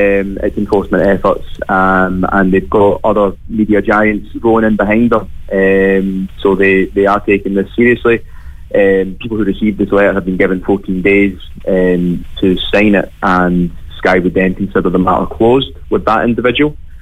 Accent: Scotland, United Kingdom; as you maybe have heard with my accent, I'm from Scotland.

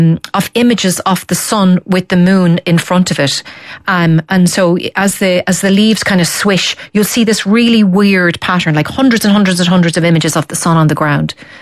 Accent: Dundalk, County Louth, Ireland; I'm in Dundalk, my hometown, come on, the town.

